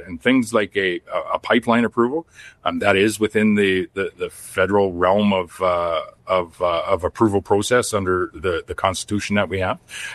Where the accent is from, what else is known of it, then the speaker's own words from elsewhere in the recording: Canada; I'm not an Albertan, but I am a Canadian, and I am a leader of a province that's adjacent